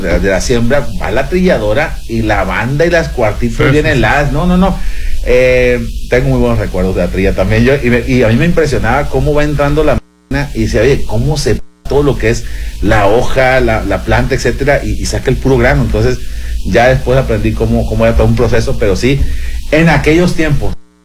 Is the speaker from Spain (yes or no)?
no; Navolato, Sinaloa, Mexico